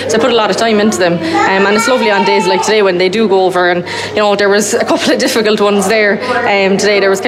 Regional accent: Munster, Ireland; You know, we're from Cork.

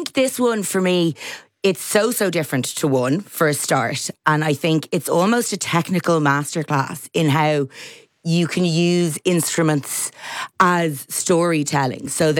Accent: Ireland; It also, for me, forced a reappraisal in how we as Irish people treat the band

